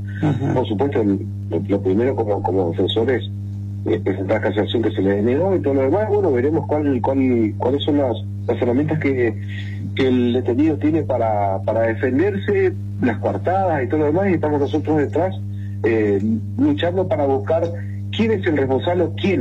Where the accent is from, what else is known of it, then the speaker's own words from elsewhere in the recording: Argentina; somos todos los argentinos